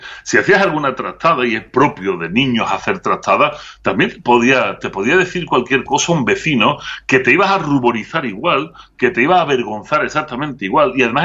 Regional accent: Andalusia, Spain; moved away; en mi tierra, en Andalucía

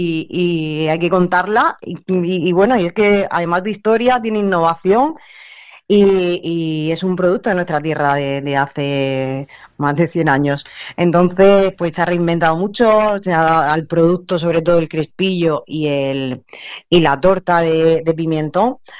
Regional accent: Region of Murcia, Spain; las raíces son nuestras raíces que llevamos por bandera al final como buenos murcianos.

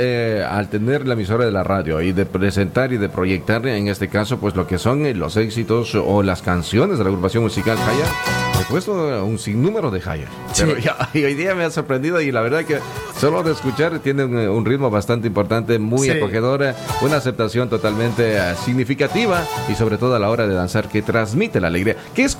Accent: Ecuador; moved away; nosotros como ecuatorianos

